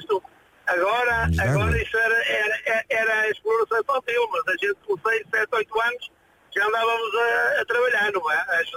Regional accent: Lousada, Porto, Portugal; eu na minha zona, onde eu sou natural do Conselho de Lousada, ali de uma freguesia do Sol de Santo Lara de Bagosa

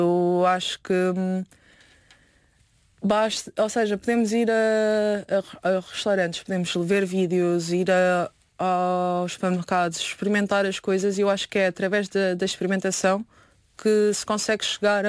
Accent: Portugal; also born or lived in Venezuela; sei dizer que sou de Portugal.

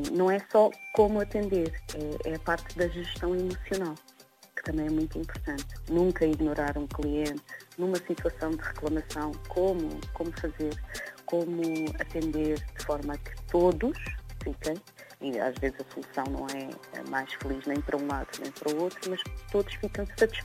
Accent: Cape Verde; sou de Cabo Verde

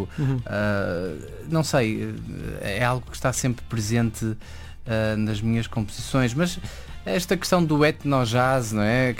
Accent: Azores, Portugal; now in Porto, Portugal; Eu sou açoriano, na realidade

